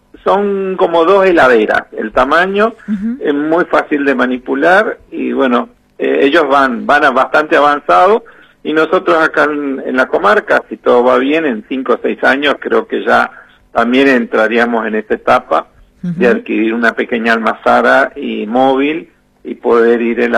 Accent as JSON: {"language": "Spanish", "region": "San Juan", "country": "Argentina", "tie": "born or raised there", "moved": "yes", "lives_now": "Río Negro, Argentina", "said": "lo hago traer de San Juan, compro a un productor ahí cerquita de mi pueblo natal"}